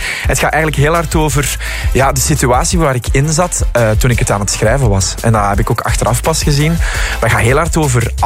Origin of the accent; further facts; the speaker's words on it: Aalst, Flanders, Belgium; mijn leven in Aalst, waar ik ben opgegroeid.